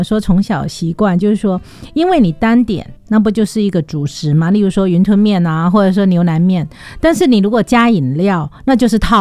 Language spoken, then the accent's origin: Chinese; Hong Kong; 我们可能从小在香港